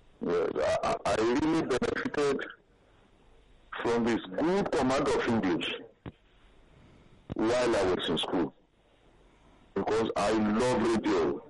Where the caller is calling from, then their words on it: Ipaja, Lagos, Nigeria; I'm calling from Ipaja.